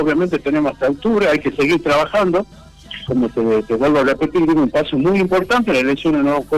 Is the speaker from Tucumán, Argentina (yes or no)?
yes; Alderetes, Tucumán, Argentina; yo me crié aquí en Alderete